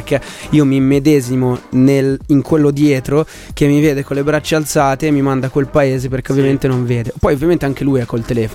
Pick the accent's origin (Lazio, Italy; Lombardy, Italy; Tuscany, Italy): Lombardy, Italy; Brianza